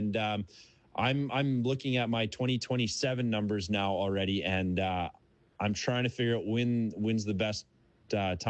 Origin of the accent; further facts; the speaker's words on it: Elm Creek, Manitoba, Canada; I am a farmer from Elm Creek, Manitoba, Canada.